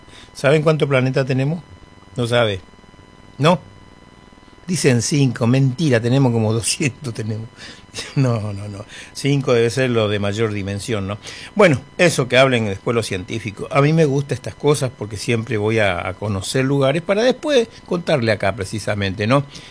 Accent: Chaco, Argentina; born there; moved away; A mi gente del Chaco. En el lugar donde nací, residencia de la plaza, mi pueblo. Todos mis parientes que tenemos por allá, tengo por allá mis parientes.

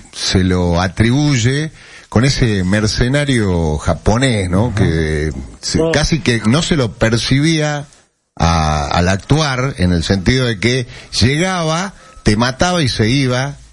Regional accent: Salta, Argentina; Yo soy nacido, criado, también soy muy salteño, no se me ve así, pero soy muy salteño.

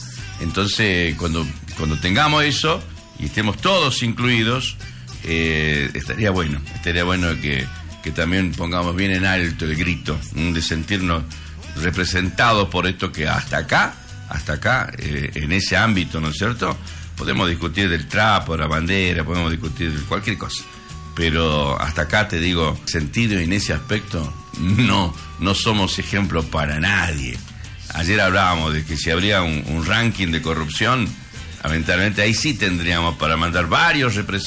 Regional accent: Argentina; somos todos argentinos.

